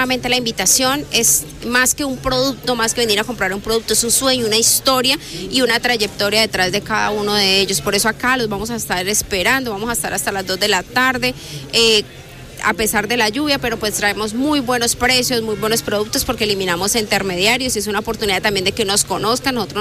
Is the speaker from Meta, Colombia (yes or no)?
yes; Meta, Colombia; seguimos siendo llaneros a mucha honra.